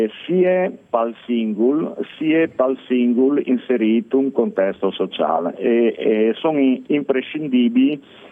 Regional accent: Friuli-Venezia Giulia, Italy; moved away; sono originario dall'Udinese, dall'Iterland Udinese

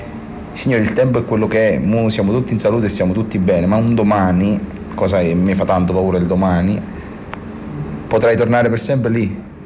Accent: Mugnano di Napoli, Campania, Italy; Tutto il popolo mugnane, che bello, il mio paese, io adoro tanto il mio paese

